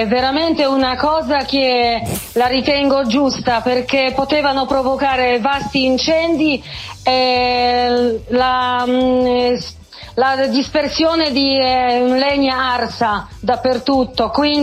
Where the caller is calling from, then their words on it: San Felice Circeo, Lazio, Italy; da San Felice Circeo.